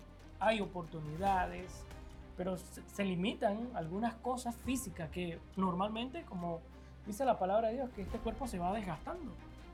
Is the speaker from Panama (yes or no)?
yes; Panama